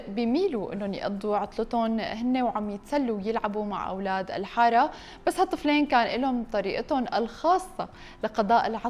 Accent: Syria; نحن كشعب سوري

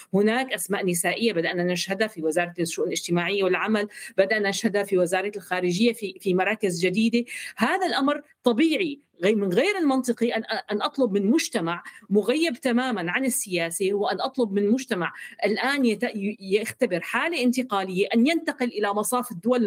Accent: Syria; نحن كسوريين نستكشف بعضنا البعض

